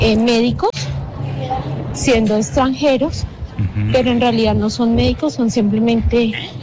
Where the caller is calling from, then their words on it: Colombia; somos colombianos